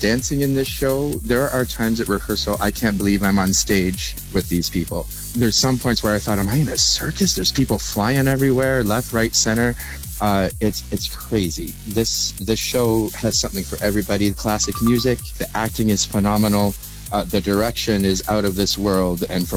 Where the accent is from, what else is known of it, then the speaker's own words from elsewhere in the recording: St. Catharines, Ontario, Canada; also born or lived in Alberta; I'm from St. Catharines, Ontario.